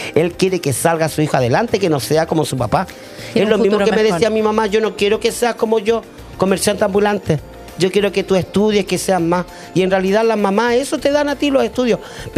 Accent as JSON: {"language": "Spanish", "region": "Valparaíso", "country": "Chile", "said": "Como buena porteña, yo soy del puerto."}